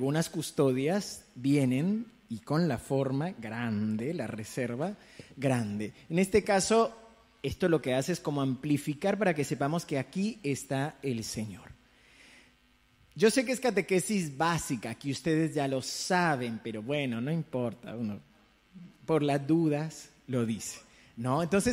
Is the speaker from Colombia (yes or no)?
yes; Colombia; Aquí no, pero en Colombia, bien que yo soy colombiana.